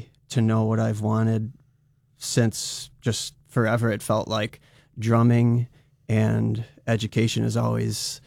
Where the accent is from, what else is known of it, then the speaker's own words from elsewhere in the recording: Irondequoit, New York, United States; I was born in West Irondequoit with a House of Guitars and a fantastic school system